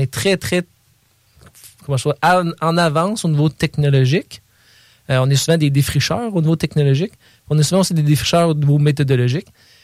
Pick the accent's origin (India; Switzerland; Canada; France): Canada; Frampton, Quebec; moved away; also born or lived in Montreal; fait, je suis architecte, je viens de la Beauce. C'est pas très loin.